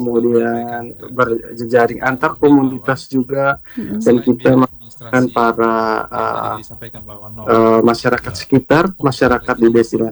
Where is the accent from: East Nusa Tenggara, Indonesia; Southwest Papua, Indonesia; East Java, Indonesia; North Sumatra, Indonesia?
East Nusa Tenggara, Indonesia; Jadi menurut saya tidak malu ketika saya berasal dari Nusa Tenggara Timur, maka saya sangat bangga